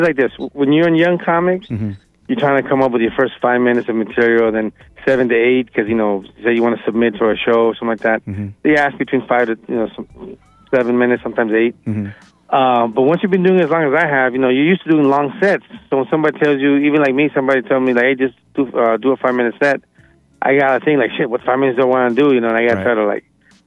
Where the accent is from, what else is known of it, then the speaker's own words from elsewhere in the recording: Los Angeles, California, United States; I grew up in West LA and I grew up with nothing but Raider fans.